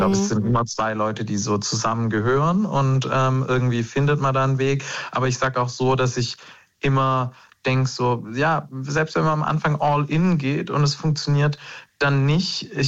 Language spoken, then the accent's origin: German; Baden-Württemberg, Germany; Ja, da ist es natürlich noch mal mehr als Schwabe, hat man da noch mal ein ganz anderes Auge drauf.